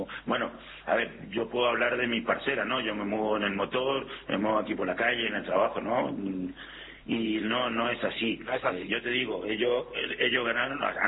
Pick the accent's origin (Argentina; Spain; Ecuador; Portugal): Argentina; Guaymallén, Mendoza; Somos todos de Guaymallén.